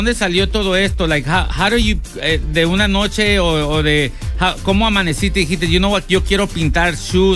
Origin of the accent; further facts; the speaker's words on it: Colombia; yo soy colombiano.